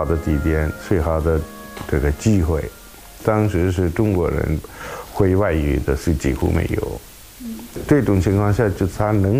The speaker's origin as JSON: {"language": "Chinese", "country": "Sri Lanka", "second_language": "Chinese", "moved": "as an adult", "lives_now": "Beijing, China", "said": "我是第一批从斯里兰卡到中国来的留学生，北京语言学院上的学。"}